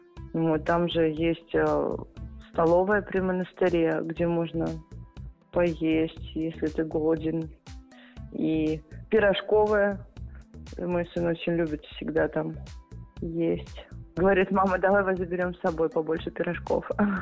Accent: Moscow, Russia; born there; Я родилась в Москве

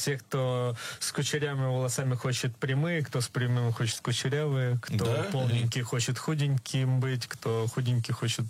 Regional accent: Shebutyntsi, Chernivtsi Oblast, Ukraine; born there; Родился в деревне на Украине.

